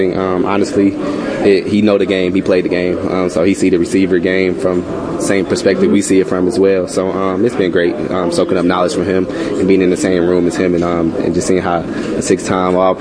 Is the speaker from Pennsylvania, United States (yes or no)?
no; Detroit, Michigan, United States; moved away; Play the Detroit Lions. That's my hometown